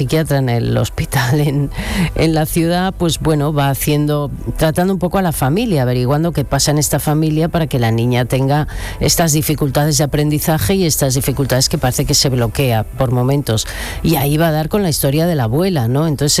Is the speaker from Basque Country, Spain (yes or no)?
yes; Bilbao, Basque Country, Spain; Yo soy de Bilbao, ¿eh?